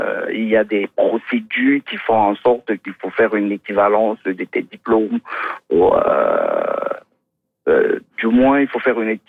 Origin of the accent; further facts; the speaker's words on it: Douala, Littoral, Cameroon; now in Canada; Moi, je suis originaire du Cameroun, en Afrique centrale.